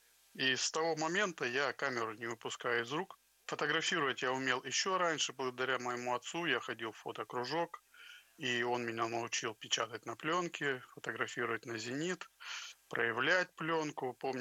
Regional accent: Volgodonsk, Rostov Oblast, Russia; я один из первых в моем родном городе Волгодонске, я воплотил нелинейный монтаж

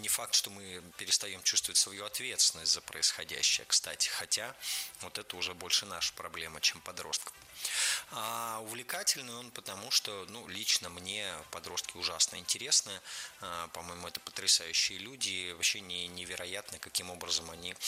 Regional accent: Arkhangelsk, Arkhangelsk Oblast, Russia; Архангельск, мой родной город.

